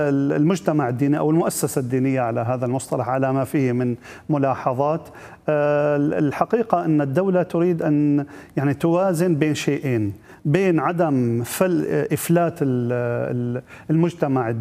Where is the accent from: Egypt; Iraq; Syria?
Syria; عندنا في سوريا كما صرح السيد الرئيس أكثر من مرة